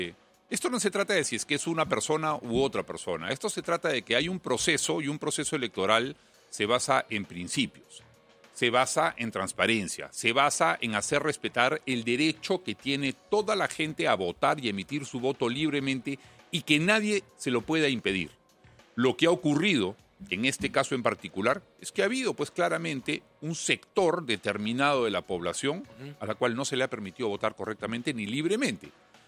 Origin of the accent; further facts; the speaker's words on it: Arequipa, Peru; mi tierra, Arequipa.